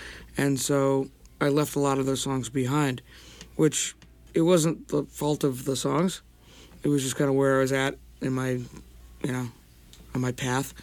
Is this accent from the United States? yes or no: yes; Connecticut, United States; moved away as an adult; also born or lived in Texas; I grew up in Connecticut, and there wasn't anything I could do about that. But when I graduated from college, then I had some personal agency, and I moved down to Texas